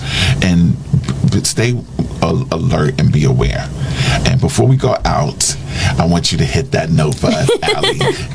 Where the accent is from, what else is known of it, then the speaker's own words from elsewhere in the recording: United States; still, I'm American.